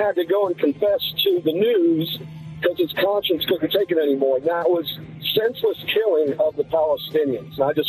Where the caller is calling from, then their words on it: Dayton, Ohio, United States; from Dayton, Ohio.